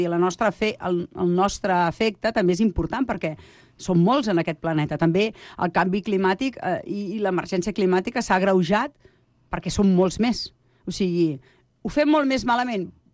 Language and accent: Catalan; Berga, Catalonia, Spain; also born or lived in Manresa / Sant Vicenç dels Horts; now in Sant Cugat del Vallès, Spain; nosaltres som tots dos de Berga